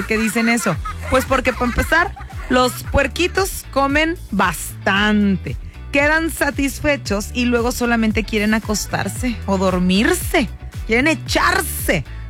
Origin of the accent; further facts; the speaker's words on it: Mexico; las entendemos como mexicanos